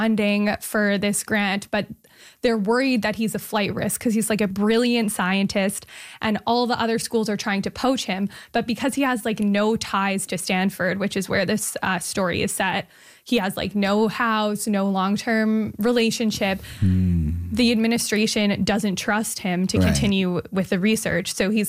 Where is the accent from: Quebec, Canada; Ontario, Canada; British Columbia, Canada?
Quebec, Canada; Montreal; to my hometown.